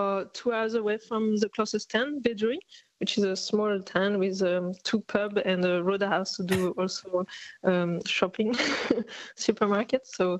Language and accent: English; France; English is a second language; moved away as an adult; now in Australia; so my accent is not very Aussie, so I come from France originally, and I came to do my PhD in Australia to work on an arid area